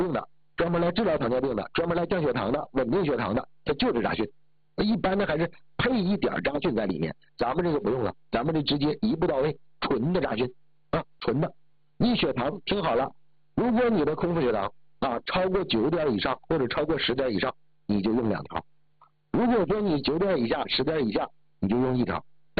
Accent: China; 我们都是中国人

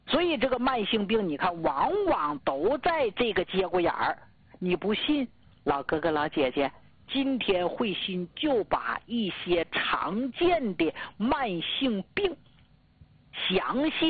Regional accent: Jilin, China; 你给咱们吉林老家讲课才7年

